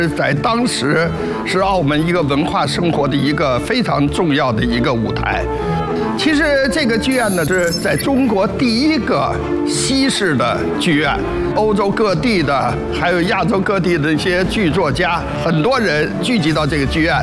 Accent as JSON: {"language": "Cantonese", "country": "Myanmar", "lives_now": "Macau", "said": "我哋咧就係70年係緬甸過嚟嘅，澳門咧就變咗我個第二個口音噶啦"}